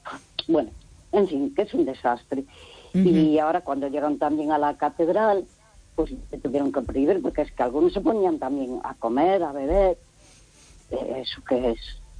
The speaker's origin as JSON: {"language": "Spanish", "town": "Santiago de Compostela", "region": "Galicia", "country": "Spain", "tie": "born or raised there", "said": "yo soy de Santiago de toda la vida, mi abuelo sí. de Santiago, mi bisabuelo, mi, bueno, toda mi familia."}